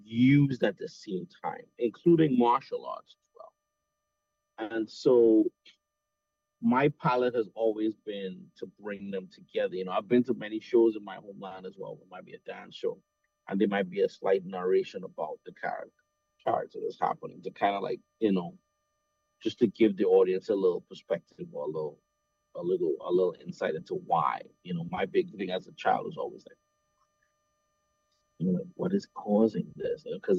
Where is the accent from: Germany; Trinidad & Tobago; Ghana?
Trinidad & Tobago; moved away; growing up in Trinidad